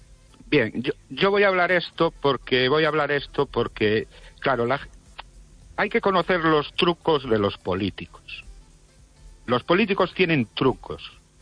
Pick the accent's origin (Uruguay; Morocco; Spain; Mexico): Spain; Ourense, Galicia; de Orense. Buenas noches.